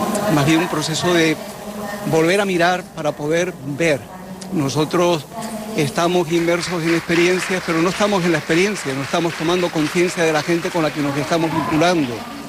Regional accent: Santa Cruz de Tenerife, Canary Islands, Spain; yo soy de Santa Cruz y es la primera vez que vengo al recinto.

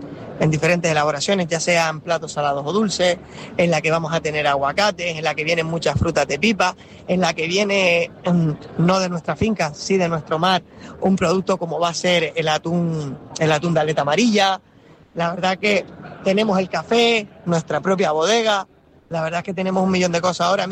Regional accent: Canary Islands, Spain

